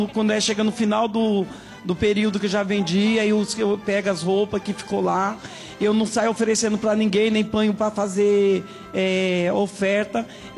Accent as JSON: {"language": "Portuguese", "region": "São Paulo", "country": "Brazil", "said": "Eu venho lá do Capão Redondo."}